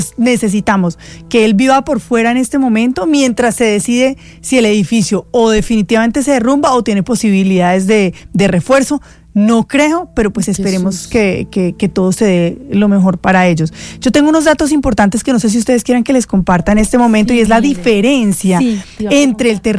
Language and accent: Spanish; Manizales, Caldas, Colombia; la gente recuerda mucho que yo soy de Manizales y porque yo todo el tiempo hablo que soy de Manizales, que soy del Eje Cafetero.